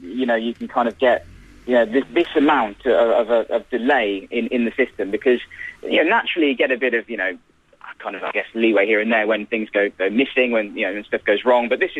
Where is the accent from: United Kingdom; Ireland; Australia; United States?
United Kingdom; West Midlands; born or raised there; accent: Worcestershire